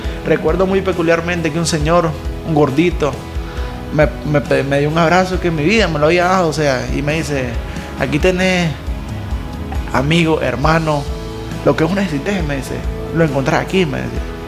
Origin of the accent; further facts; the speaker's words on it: Tipitapa, Managua, Nicaragua; yo soy de Tipitapa, de Managua, la capital, si no conocen algunas personas.